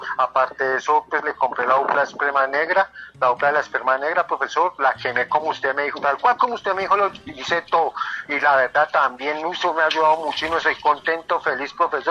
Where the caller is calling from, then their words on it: Murillo, Tolima, Colombia; Lo llamo aquí en Murillo, Tolima.